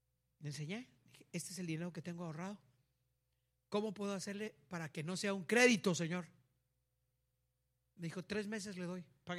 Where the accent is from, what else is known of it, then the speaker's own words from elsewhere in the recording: Río Bravo, Tamaulipas, Mexico; born there; No, pero para mí no, porque yo nací en Río Bravo.